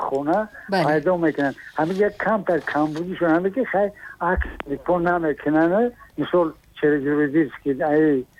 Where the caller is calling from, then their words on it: Districts of Republican Subordination, Tajikistan; ман аз ноҳияи Шаҳринав.